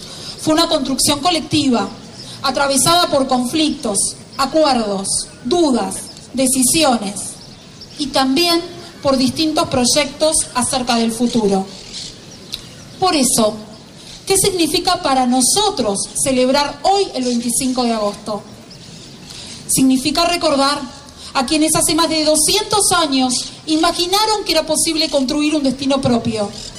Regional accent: Carmelo, Colonia, Uruguay; Por nuestro pueblo, llamado en aquel entonces El Carmelo

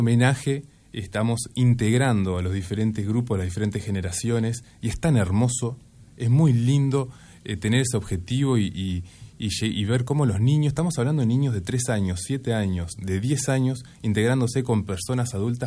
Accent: Ansina, Tacuarembó, Uruguay; also born or lived in Montevideo; now in Colonia, Uruguay; somos los dos de Tacuarembó

